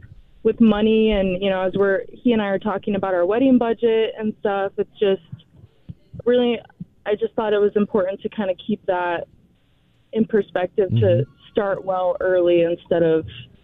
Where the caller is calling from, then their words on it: Lincoln, Nebraska, United States; Lincoln, Nebraska.